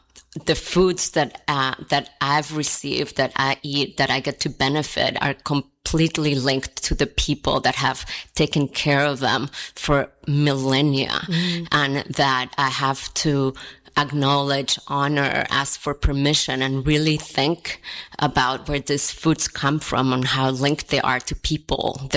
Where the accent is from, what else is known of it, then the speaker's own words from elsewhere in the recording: Colombia; moved away; I am originally from Colombia. My grandparents are Jewish. I'm a settler immigrant to these lands.